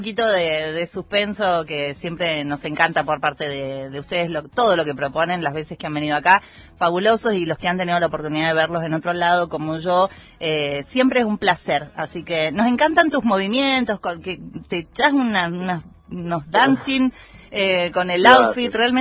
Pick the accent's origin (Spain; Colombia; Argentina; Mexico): Argentina; San Luis; somos de acá de San Luis